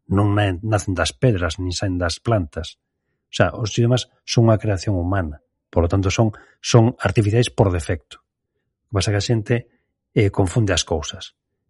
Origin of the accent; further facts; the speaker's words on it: Galicia, Spain; Se os que xa estábamos aquí, nacemos aquí, medramos